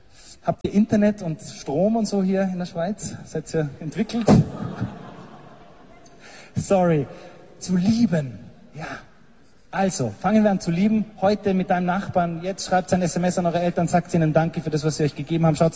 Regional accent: Salzburg, Austria; ich komme aus Salzburg

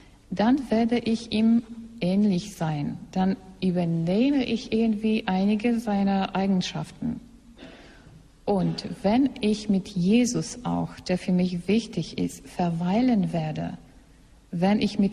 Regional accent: Poland; German is a second language; In meiner Heimat, also in Polen, sagt man ein solches Sprichwort.

